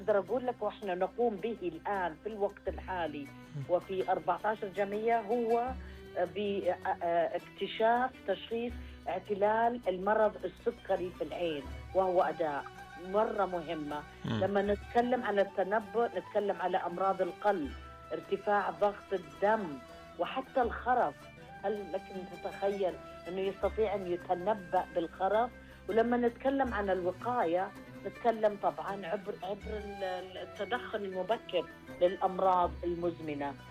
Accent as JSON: {"language": "Arabic", "country": "Saudi Arabia", "said": "المفروض نفتخر كسعوديين."}